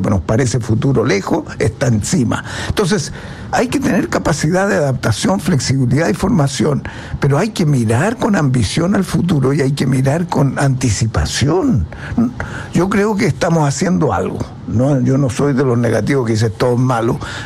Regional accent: Chile

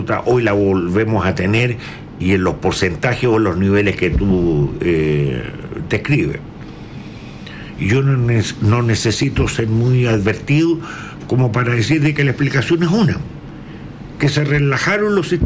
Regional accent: Chile

